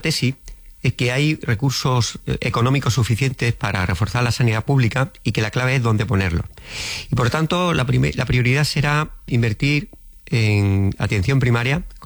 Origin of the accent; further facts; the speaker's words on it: Andalusia, Spain; yo soy más andaluz y más de pueblo que la amapola